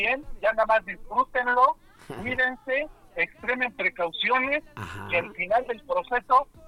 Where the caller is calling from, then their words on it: Puebla, Mexico; de Puebla.